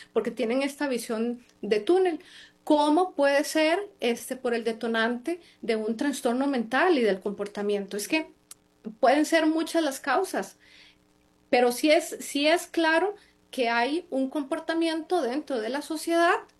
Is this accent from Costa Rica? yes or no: yes; Costa Rica